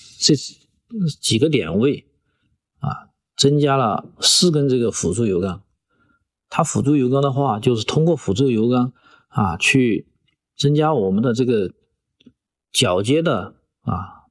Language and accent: Chinese; Chengdu, Sichuan, China; 上世纪90年代，有外国专家说我们成都属于成都的地质情况属于世界性的难题，我们中国人没法去单独去完成这个施工的任务。